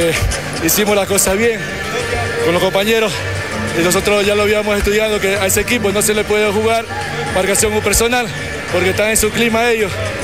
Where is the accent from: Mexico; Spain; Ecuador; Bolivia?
Ecuador; El Carmen, Manabí; born there; a mi pueblo querido, Manabí, al Carmen, a mi tierra bonita